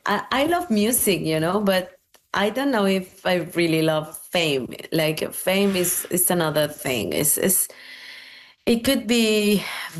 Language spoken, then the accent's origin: English; Veracruz, Mexico; I grew up in Veracruz. Eventually, I wanted to go back home.